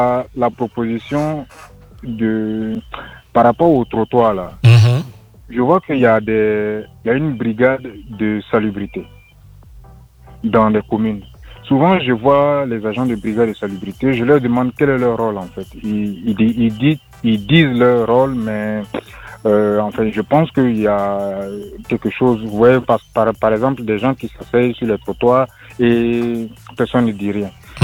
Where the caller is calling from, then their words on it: Abidjan, Côte d’Ivoire; Là, j'appelle de Faya.